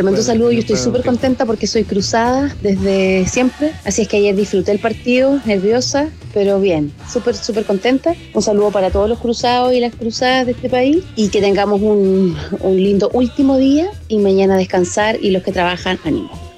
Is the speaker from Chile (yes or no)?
yes; Temuco, Araucanía, Chile; now in Ñuñoa, Chile; de Ñuñoa y voy a decir, yo viví en Temuco hasta los 18 años. Los primeros inviernos acá los pasé en polera.